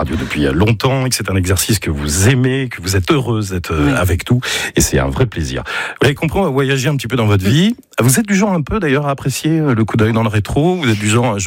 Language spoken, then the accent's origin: French; Brittany, France; Quand on est bretonne, on aime bien revendiquer qu'on est br